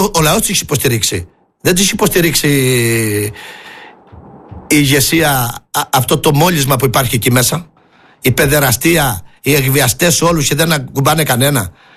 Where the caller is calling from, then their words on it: Crete, Greece